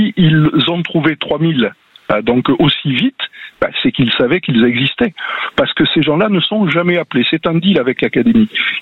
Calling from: Toulouse, Occitanie, France; J'appelle de Toulouse.

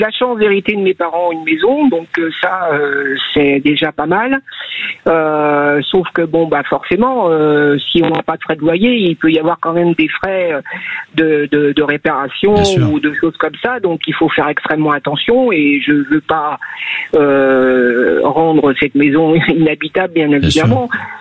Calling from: Niort, Nouvelle-Aquitaine, France; de Niort, dans les Deux-Sèvres.

